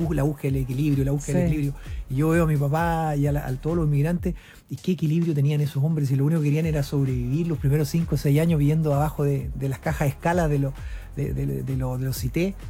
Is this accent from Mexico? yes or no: no; Chile